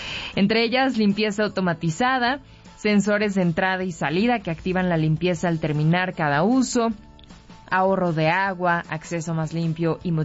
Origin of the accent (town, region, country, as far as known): Mexico